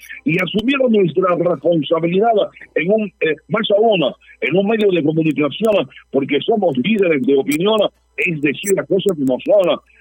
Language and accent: Spanish; Peru; soy peruano.